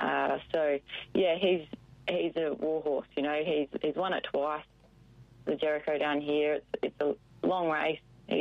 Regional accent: Albany, Western Australia, Australia; also born or lived in Perth; Yeah, I'm originally from Albany. My family's all down here, and I moved to Perth to train for a few years

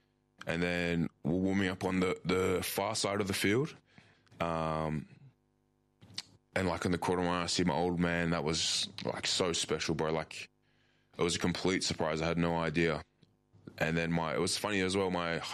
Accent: Australia; Like being an Aussie boy

